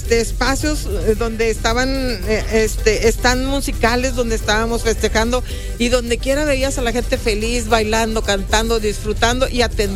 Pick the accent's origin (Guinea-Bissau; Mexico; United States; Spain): Mexico; Guadalupe, Nuevo León; born there; soy nacida en Guadalupe.